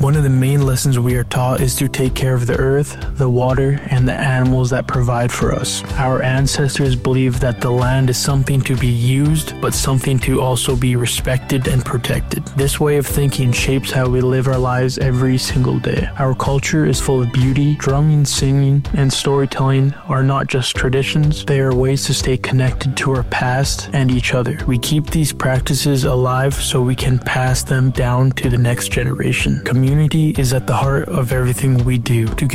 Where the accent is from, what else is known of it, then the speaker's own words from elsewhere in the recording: British Columbia, Canada; I'm from the Tahltan Nation.